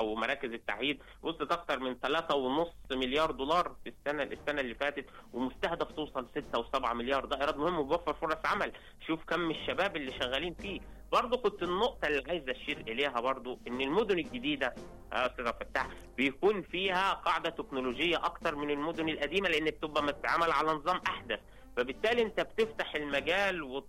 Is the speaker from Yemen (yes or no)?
no; Egypt; احنا عندنا في مصر